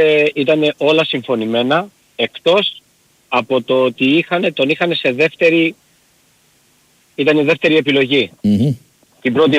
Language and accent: Greek; Thessaloniki, Central Macedonia, Greece; now in Frankfurt, Germany; Εγώ έχω μεγαλώσει στη Θεσσαλονίκη. Μετά έφυγα και ήρθα εδώ, από τη Θεσσαλονίκη ήρθα εδώ.